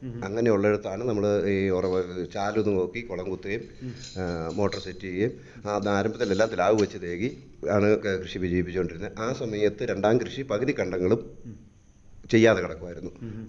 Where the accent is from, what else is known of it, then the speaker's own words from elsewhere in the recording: Rajakumari, Kerala, India; ഞങ്ങൾ കോതമംഗലത്തിനടുത്ത് പരീക്കണ്ണി എന്ന് പറയുന്ന സ്ഥലത്തു നിന്നാണ് രാജകുമാരിക്ക് വരുന്നത്. ഞാനിവിടെ വന്ന് ജനിച്ചു വളർന്ന ആളാണ്.